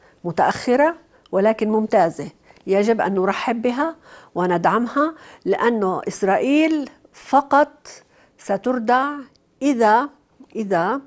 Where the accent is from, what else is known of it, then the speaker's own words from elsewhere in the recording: Palestine; ولكن إحنا كفلسطينيين مش حنترك، إحنا متشبتين في أرضنا، باقين في أرضنا، جربنا التهجير سابقا ولن نجربه مرة أخرى.